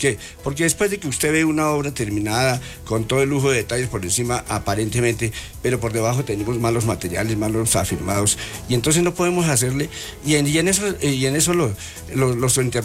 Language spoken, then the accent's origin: Spanish; Boyacá, Colombia; cuando digo que soy boyacense